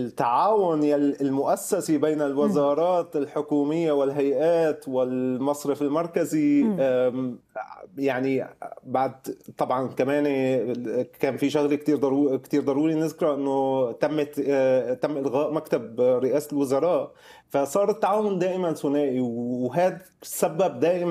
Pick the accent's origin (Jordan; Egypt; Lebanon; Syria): Syria; لأنه الكاش إيكونومي عندنا بسوريا اللي هو الاقتصاد النقدي يعني